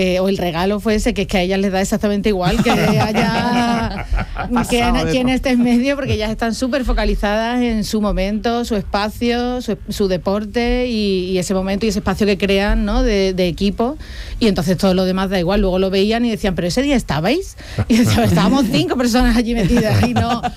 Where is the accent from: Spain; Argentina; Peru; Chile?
Spain; Mairena, Andalusia; yo soy de Mairena